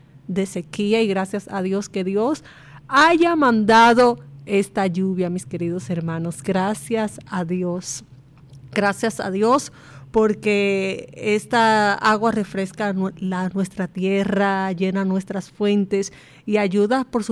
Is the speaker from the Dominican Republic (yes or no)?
yes; Dominican Republic; la mayoría de los hogares dominicanos tenemos la costumbre